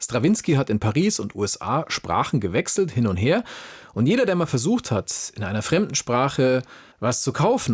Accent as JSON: {"language": "German", "region": "Bavaria", "country": "Germany", "said": "Ich wollte nicht der Bayer sein, der da reinplatzt und seine Semmeln bestellt."}